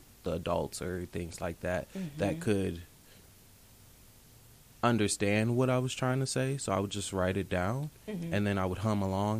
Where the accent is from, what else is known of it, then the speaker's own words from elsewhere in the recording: Muskegon, Michigan, United States; now in Kalamazoo, United States; I'm from Muskegon, Michigan. I've lived in Kalamazoo for about 6 years now.